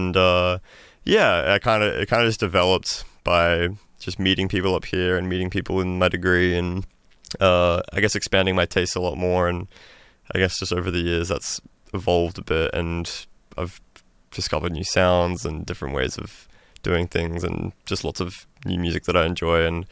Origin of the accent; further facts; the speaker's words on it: Gold Coast, Queensland, Australia; moved away as an adult; now in Brisbane, Australia; I'm from the Gold Coast